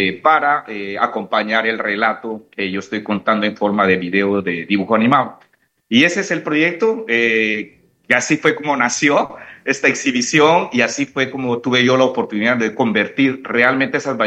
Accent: Peru; Yo tengo familia colombiana, mi esposa es colombiana, mis hijos son colombianos, yo soy peruano.

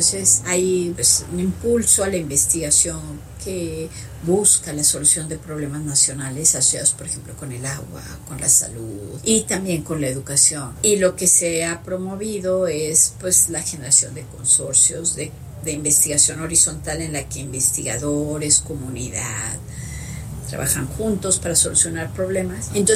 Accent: Mexico

